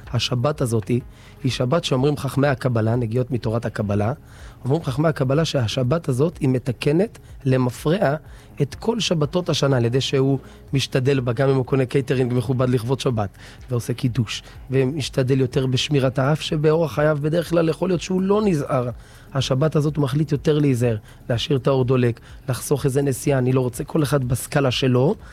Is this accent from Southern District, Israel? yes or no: yes; Beersheba, Southern District, Israel; אני יליד מערב שבע, 32 שנה בשכונה, הורים שלי 34, דור שלישי באלת.